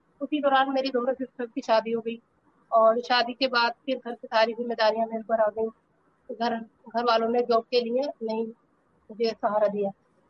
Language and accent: Hindi; Rampur, Uttar Pradesh, India